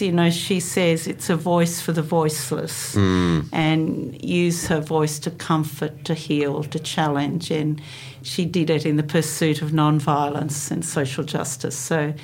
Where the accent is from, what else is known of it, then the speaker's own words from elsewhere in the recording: Sri Lanka; moved away; I was born in Sri Lanka. And and I'm the eldest girl of seven children. So things were really hard in my life, and growing up in a country where, you know, it's basically a third world country and a lot of poverty